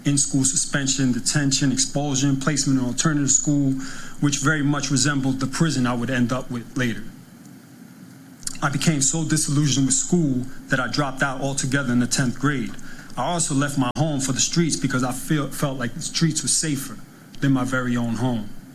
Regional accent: New York City, New York, United States; also born or lived in Santurce, Puerto Rico; I was born in Santurce, Puerto Rico, but prior to my third birthday, my parents migrated to New York City.

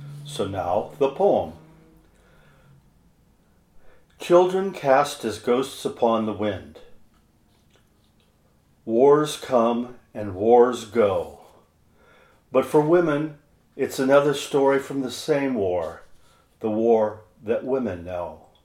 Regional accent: Cottage Grove, Oregon, United States; I am a writer from Cottage Grove, Oregon.

